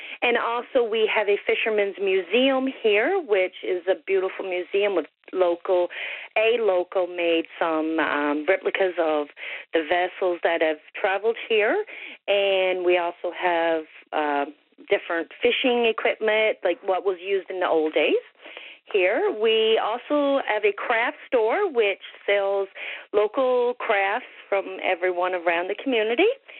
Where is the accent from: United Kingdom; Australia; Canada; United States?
Canada; Newfoundland and Labrador; moved away as an adult; also born or lived in Halifax, Nova Scotia; I was born here. I moved away when I graduated from high school, moved to Halifax, Nova Scotia.